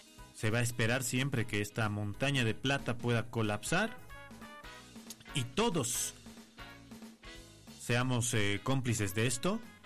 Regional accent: Potosí, Bolivia; uno, como buen potosino, buena potosina, diría: no queremos que esto colapse, que el Cerro Rico de Potosí desaparezca

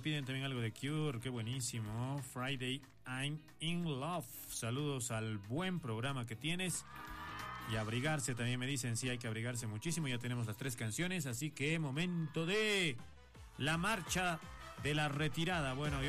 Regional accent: Bolivia

